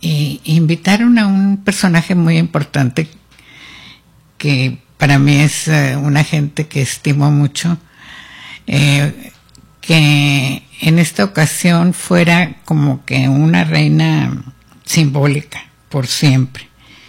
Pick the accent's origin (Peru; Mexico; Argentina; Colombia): Mexico; ya ve cómo somos los mexicanos con el fútbol.